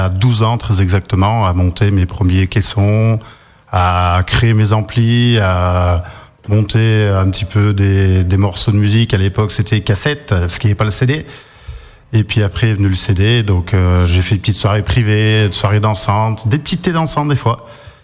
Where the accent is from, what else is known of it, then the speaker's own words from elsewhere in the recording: Auvergne-Rhône-Alpes, France; Alors moi … bon, je suis vraiment un vrai bougnat, donc auvergnat, 100%.